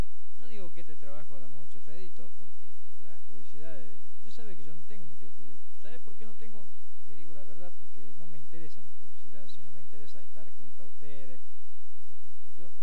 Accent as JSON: {"language": "Spanish", "country": "Argentina", "said": "soy argentino, pero no me interesa el mundial."}